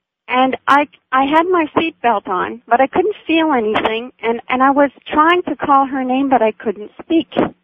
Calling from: Vancouver, British Columbia, Canada; I'm calling from Vancouver, B.C., Canada, on CFUN.

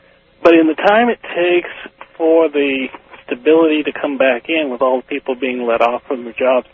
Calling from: San Diego, California, United States; from San Diego.

